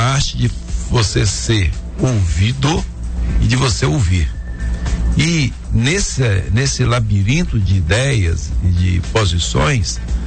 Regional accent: Timóteo, Minas Gerais, Brazil; Nasci em Timóteo, em 1963, né?

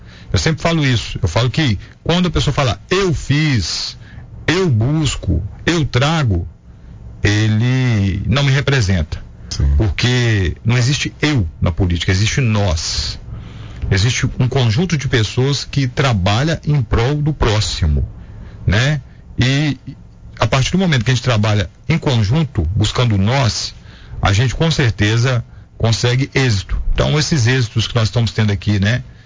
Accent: Coronel Fabriciano, Minas Gerais, Brazil; Então eu sempre busco … nascido e criado no Canadinho de Cima, pé no chão, brincando na rua, descalço, né? E ser … de Fabriciano, nascido na cidade de Fabriciano.

